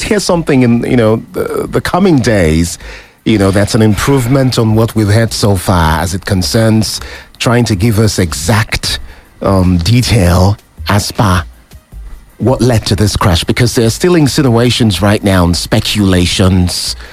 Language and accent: English; Lagos, Nigeria; while I was growing up in Lagos